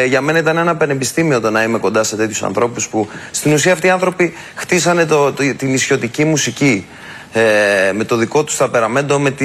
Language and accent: Greek; Lefkada, Ionian Islands, Greece; επειδή είμαι και εγώ νησιώτης, είναι και αυτός από την Τζιά, εγώ είμαι από Λευκάδα